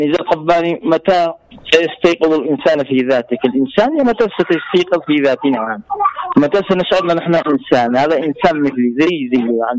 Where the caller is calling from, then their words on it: Yemen; إحنا شعب يمني واحد